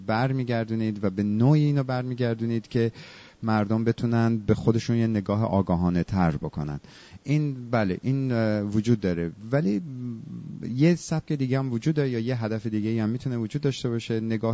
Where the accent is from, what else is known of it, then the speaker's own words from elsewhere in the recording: Iran; moved away; از ایران هستیم